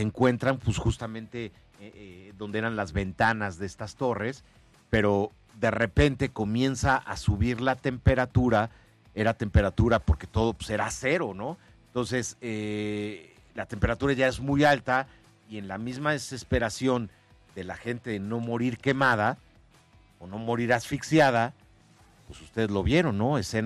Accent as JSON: {"language": "Spanish", "country": "Mexico", "said": "Soy mexicano, soy orgullosamente mexicano, bendito Dios."}